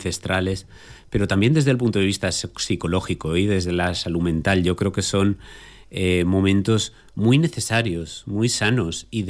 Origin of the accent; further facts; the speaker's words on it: Huesca, Aragon, Spain; yo nací en Huesca